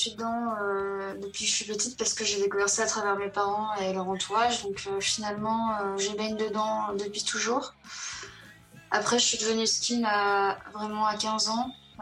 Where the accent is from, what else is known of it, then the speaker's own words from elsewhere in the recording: Brittany, France; also born or lived in south of France; now in Paris, France; je suis bretonne, j'ai vécu dans le sud de la France également.